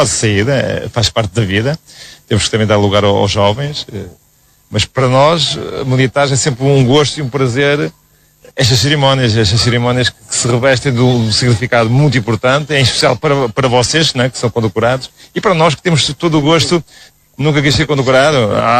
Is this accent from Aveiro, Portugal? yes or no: no; Braga, Portugal; Sou de Braga, sim, sou de Braga.